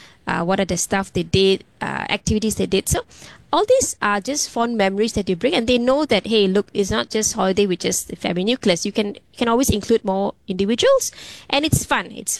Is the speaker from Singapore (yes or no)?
yes; Singapore; I mean, as a Singaporean, right? You have your own identity, and of course, being an Indian Singaporean